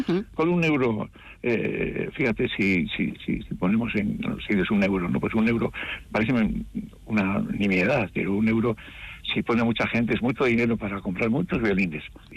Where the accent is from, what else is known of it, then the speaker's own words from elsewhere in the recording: Basque Country, Spain; El primer vasco que tuvo el premio Roma era de mi pueblo, poco conocido, Germán Landazábal.